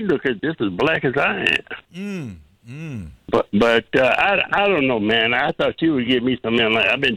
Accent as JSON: {"language": "English", "town": "Harvey", "region": "Illinois", "country": "United States", "tie": "born there", "also_born_or_lived": "Chicago"}